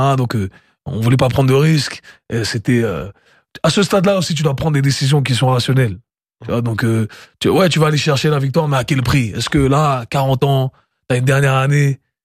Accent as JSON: {"language": "French", "country": "Switzerland", "said": "en plus moi je suis suisse"}